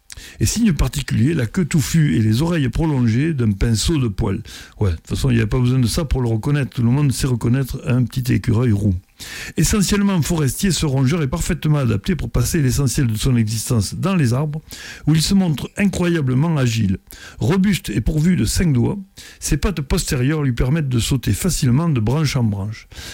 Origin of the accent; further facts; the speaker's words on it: France; mais qui se porte pas trop mal chez nous en France